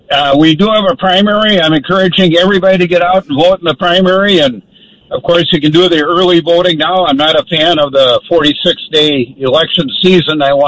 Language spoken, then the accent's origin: English; St. Cloud, Minnesota, United States; born there; I was born in St. Cloud, actually, the oldest of 11 children.